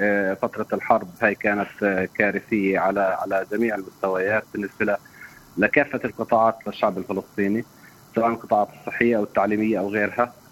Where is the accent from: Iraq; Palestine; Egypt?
Palestine; عندنا في فلسطين